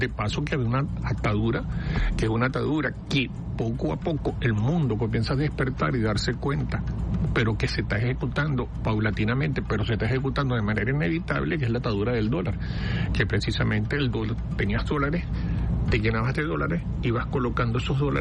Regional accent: Venezuela; nosotros los venezolanos

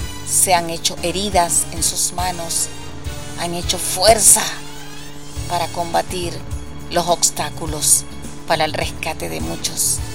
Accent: Venezuela; así somos nosotros los venezolanos

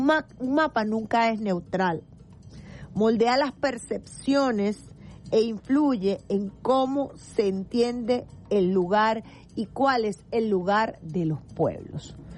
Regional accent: Venezuela

